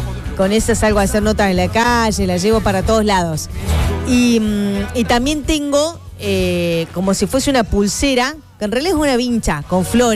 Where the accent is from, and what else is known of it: Argentina